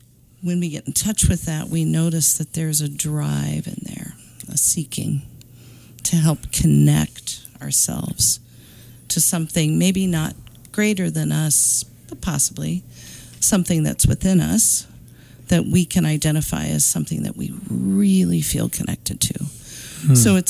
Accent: Deer Park, United States; I was raised in Deer Park.

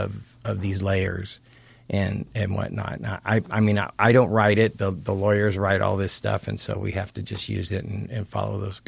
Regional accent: Redwood City, California, United States; moved away as an adult; also born or lived in San Francisco / Marin / Montclair, Oakland; now in Crescent City, United States; I was born in San Francisco, grew up all over. My childhood mainly down the peninsula in Redwood City area, and then I lived up in Marin in my young adult life.

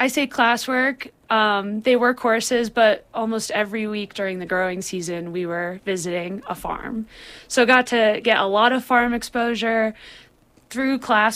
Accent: Tamaqua, Pennsylvania, United States; moved away as an adult; also born or lived in Canon City, Colorado; now in Salida, United States; I'm not from Bethlehem. I'm from Tamaqua

